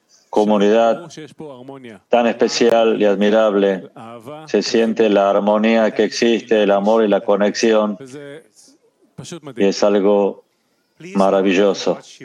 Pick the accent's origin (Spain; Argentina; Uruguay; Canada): Canada; Toronto, Ontario; de Toronto, Canadá, acá con mis hermanos, y también mi gran amigo de acá, también de Toronto.